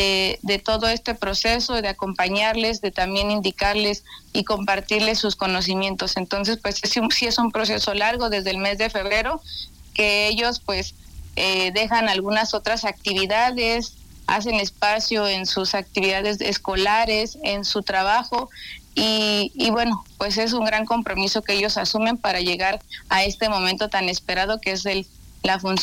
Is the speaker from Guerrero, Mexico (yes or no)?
no; Oaxaca, Mexico; Es el Cerro del Fortín, nuestra máxima fiesta como oaxaqueños.